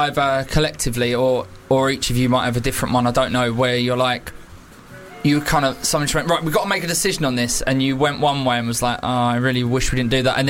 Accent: United Kingdom; as a British guy

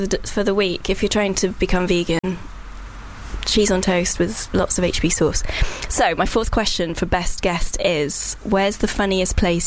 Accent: Wales, United Kingdom; being Welsh makes you probably slightly happier because, as Kara said, every day we thank the Lord we're Welsh.

